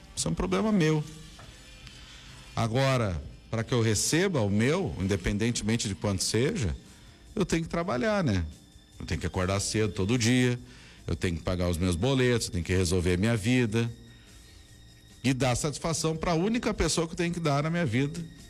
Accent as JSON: {"language": "Portuguese", "country": "Brazil", "said": "mas eu como brasileiro estou cansado disso tudo aí."}